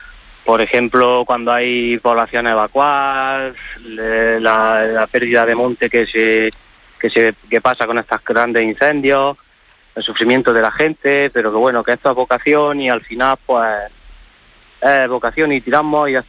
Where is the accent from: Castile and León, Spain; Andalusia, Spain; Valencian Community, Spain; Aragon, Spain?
Andalusia, Spain; nosotros venimos de un grupo de Andalucía, de varias provincias